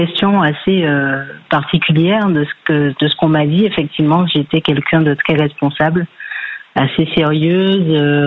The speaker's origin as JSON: {"language": "French", "country": "Martinique", "tie": "born or raised there", "moved": "yes", "lives_now": "Rennes, France"}